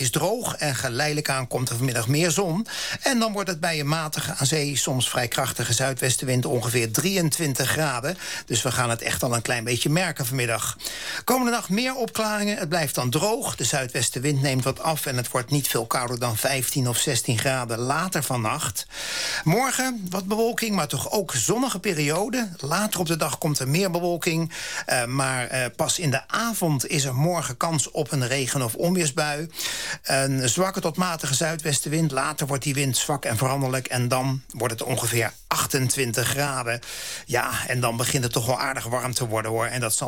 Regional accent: Voorburg, South Holland, Netherlands; ik kom officieel uit Voorburg, ja. Oorspronkelijk, hè? Oh, lange tijd. En daar ben ik opgegroeid

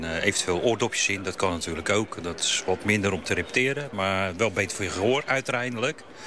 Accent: Sassenheim, South Holland, Netherlands; Helemaal uit Sassenheim, ja.

